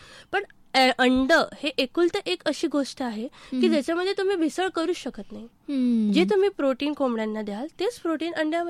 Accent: Nagpur, Maharashtra, India; moved away as an adult; now in Ahmednagar, India; मी नागपूरची आहे

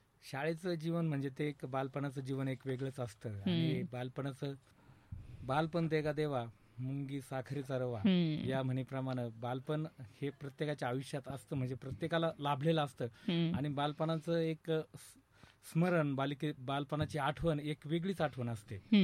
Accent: Wadala Mahadev, Maharashtra, India; माझं बालपण वडाळा महादेव तालुका श्रीरामपूर जिल्हा अहिल्यानगर वडाळा महादेव या खेडेगावात गेलं. आणि अतिशय छानपणे मस्तीत माझं बालपण गेलं.

